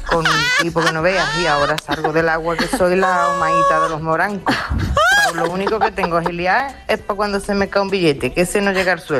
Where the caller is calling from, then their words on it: Cádiz, Andalusia, Spain; yo soy de Cádiz